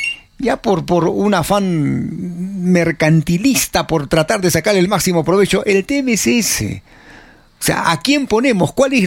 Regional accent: Arequipa, Peru; Somos arequipeños y estamos festejando la tierra nuestra.

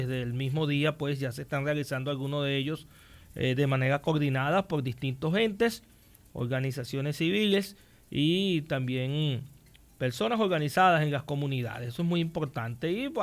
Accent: Venezuela; porque somos venezolanos y no estamos acostumbrados a este tipo de actividades y este tipo de cosas acá en nuestro país.

